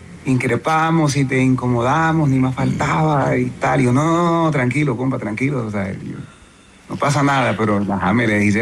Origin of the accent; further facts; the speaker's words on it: Maicao, La Guajira, Colombia; en mi pueblo, Maicao.